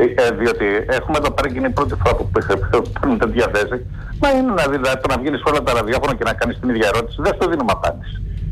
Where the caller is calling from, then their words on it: Keratsini, Attica, Greece; από το Κερασίνη.